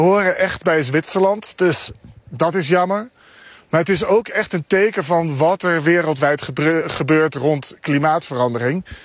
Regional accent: Netherlands

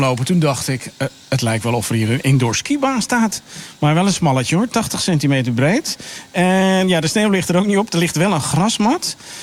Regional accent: Netherlands; we bouwen als Nederlanders al wat eeuwen, geloof ik, dijken.

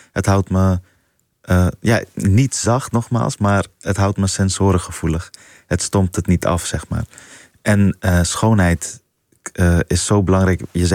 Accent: Afghanistan; now in Netherlands; En als ik zei ik kom uit Afghanistan, zeiden mijn klasgenootjes, oh ja, dat ligt toch in Marokko?

